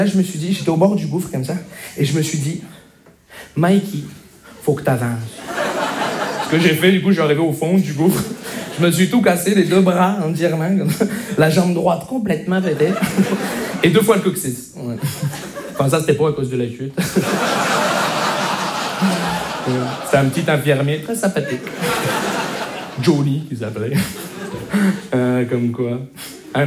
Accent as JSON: {"language": "French", "town": "Montreal", "region": "Quebec", "country": "Canada", "said": "Bonjour, je me présente … je viens de Montréal."}